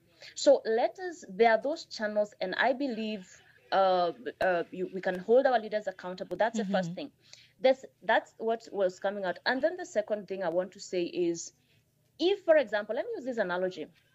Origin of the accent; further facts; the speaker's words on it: Kenya; you are in my country here in Kenya. I'm a Kenyan and I don't have a job.